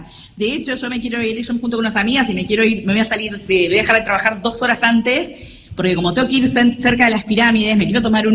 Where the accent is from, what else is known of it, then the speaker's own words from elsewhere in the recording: Argentina; moved away as an adult; now in Egypt; soy argentina.